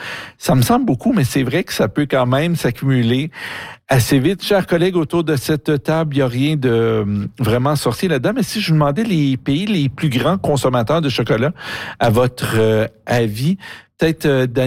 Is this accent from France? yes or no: no; Canada; chez nous au Canada